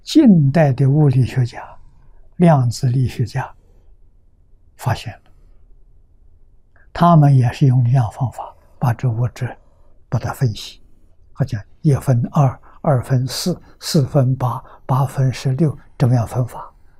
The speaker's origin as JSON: {"language": "Chinese", "country": "China", "said": "我们中国人"}